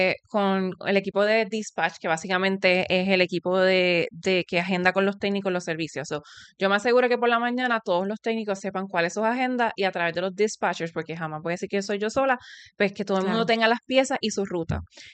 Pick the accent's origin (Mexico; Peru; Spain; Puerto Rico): Puerto Rico; born there; Nací en Puerto Rico, egresada de la Universidad de Mayagüez, ingeniería química